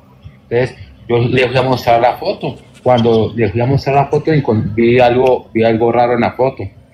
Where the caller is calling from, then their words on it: Cali, Valle del Cauca, Colombia; soy colombiano, soy de Cali.